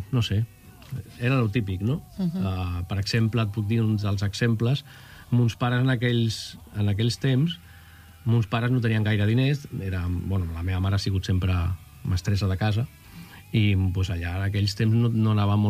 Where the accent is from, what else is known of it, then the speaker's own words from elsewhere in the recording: Barcelona, Catalonia, Spain; jo vaig néixer a Barcelona.